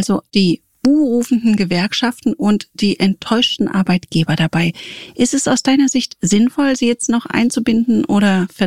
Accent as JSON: {"language": "German", "town": "Leipzig", "region": "Saxony", "country": "Germany", "tie": "born there", "said": "als gebürtige Leipzigerin"}